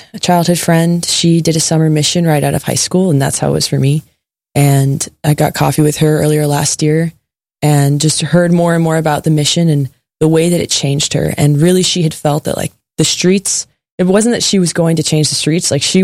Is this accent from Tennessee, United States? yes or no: no; College Station, Texas, United States; Yeah. So like you said … born and raised in College Station, and I've been a friend of Red Sea Catholic Radio ever since I was little. And I'm just really blessed to be raised in a solid Catholic family, born and raised.